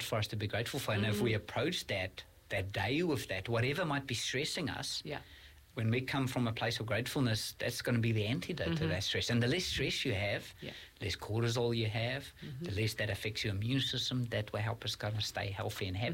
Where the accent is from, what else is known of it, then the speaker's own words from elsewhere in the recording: South Africa; born there; moved away; I was born in South Africa